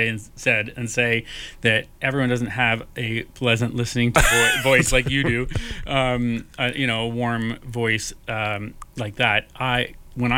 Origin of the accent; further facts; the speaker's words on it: Hanover, New Hampshire, United States; moved away as an adult; I am originally from the Northeast, from New Hampshire. I grew up in Hanover, where Dartmouth is